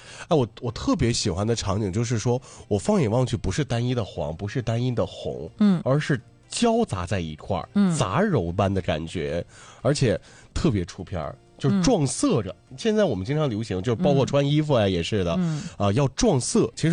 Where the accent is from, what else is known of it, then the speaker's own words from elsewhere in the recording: Northeast China, China; 你放在咱东北，然后要是听这样声，可能就说哎你这是夹子音